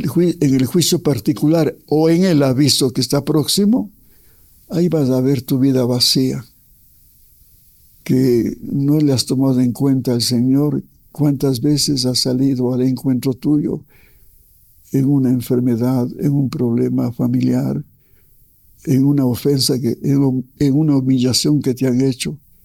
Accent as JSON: {"language": "Spanish", "region": "Imbabura", "country": "Ecuador", "said": "Es una ciudad muy hermosa de mi provincia, de Imbabura."}